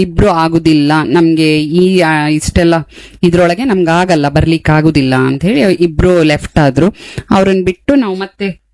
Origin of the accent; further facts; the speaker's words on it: Raichur, Karnataka, India; also born or lived in Byndoor; now in Kota, India; ನಾವು ಮೂಲತಃ ಬೈಂದೂರವರು. ಹಾ, ನಾವು ಹುಟ್ಟಿ ಬೆಳೆದಿದ್ದೆಲ್ಲ ರಾಯಚೂರು, ಮದುವೆ ಆಗಿ ಬಂದಿದ್ ವಾಪಸ್ ಬೈಂದೂರ್ಗೆ